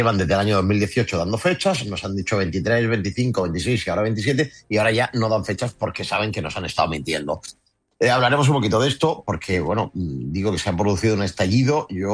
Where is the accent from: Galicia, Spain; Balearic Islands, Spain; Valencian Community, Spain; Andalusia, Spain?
Andalusia, Spain; un encargo que tenemos como andaluces